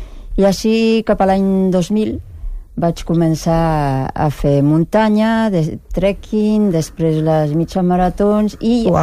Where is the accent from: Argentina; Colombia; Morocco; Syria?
Argentina; o com deia la meva estimada àvia, jo sóc argentina.